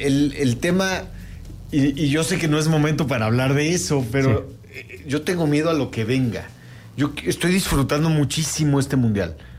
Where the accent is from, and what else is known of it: Mexico